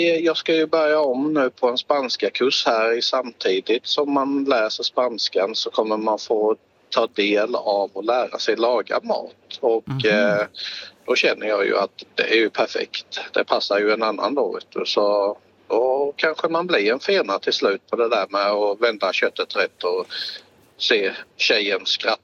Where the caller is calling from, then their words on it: Växjö, Kronoberg County, Sweden; Nej, jag är smålänning. Växjöbo, ja.